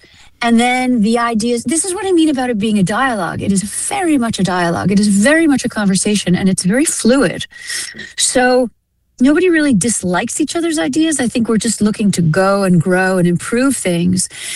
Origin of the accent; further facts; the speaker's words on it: East Coast, United States; Jim is a Brit, and I'm from the East Coast. So we're all pretty much the same age